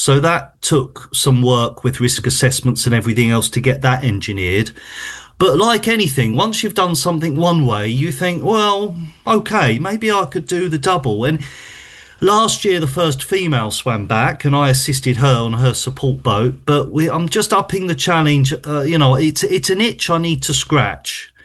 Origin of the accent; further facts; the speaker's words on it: Whitstable, South East England, United Kingdom; I'm from Whitstable. I look out to sea.